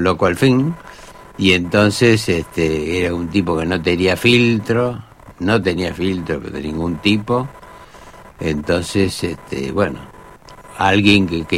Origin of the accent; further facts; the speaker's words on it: La Plata, Buenos Aires Province, Argentina; Y yo vine a Buenos Aires, porque yo soy de La Plata, vine a Buenos Aires